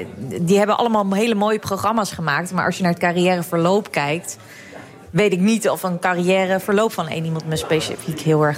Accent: Netherlands; ik ben eigenlijk best wel verkaasd. Ik ben best wel Nederlands. Mijn moeder is een kleine, pittige Indo. Mijn vader is een Nederlander. Hmm. Ik ben nog nooit in Indonesië geweest.

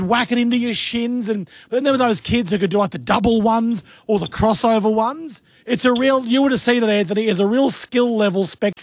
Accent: Australia; it was a rite of passage as an Australian child to smash your face into that steel frame, wasn't it, Loretta?

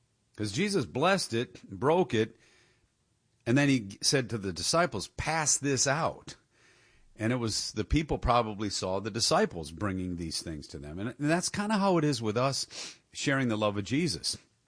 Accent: Detroit, Michigan, United States; moved away; the city I grew up in Detroit

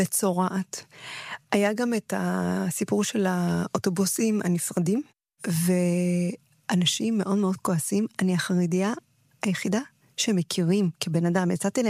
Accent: Haifa, Haifa District, Israel; born there; moved away; also born or lived in Jerusalem; גדלתי בחיפה, בקריאת ויז'ניץ. קהילה חמה מקסימה, ואז עברנו לירושלים. בהתחלה לסנדרי, אחרי זה לסורוצקין, ואני תמיד רואה את עצמי כמישהי מסורוצקין.

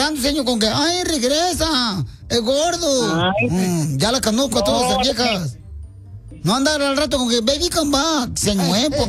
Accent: Michoacán, Mexico; y yo soy de Michoacán, le quiero ayudar.

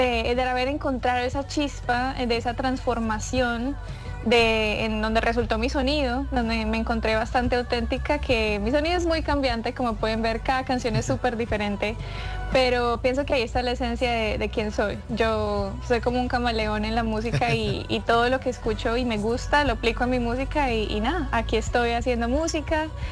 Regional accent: Colombia; now in United States; no solamente soy colombiana

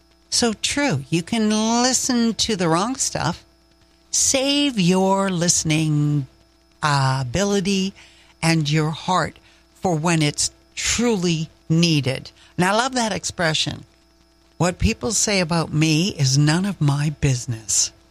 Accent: Bedford, Nova Scotia, Canada; I'm from Bedford, Nova Scotia. I grew up, my father was a naval officer, and my mother was as well. Both stationed in Halifax, fell in love with it.

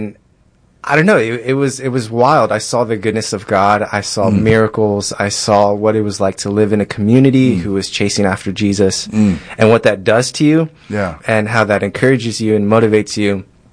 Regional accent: San Antonio, Texas, United States; I'm 34. I grew up here in San Antonio. I got my degree at St. Mary's University.

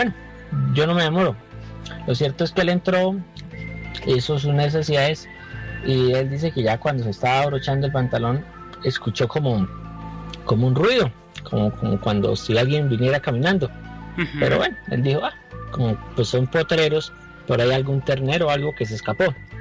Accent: Santander, Colombia; Nosotros somos de Santander. Y pues crecimos en el campo. Tenemos una finca y todos los domingos se madruga a la plaza a vender.

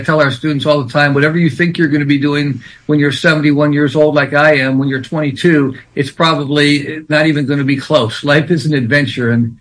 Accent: Wisconsin, United States; now in Phoenix, United States; I'm from Wisconsin, and so my family came from Wisconsin.

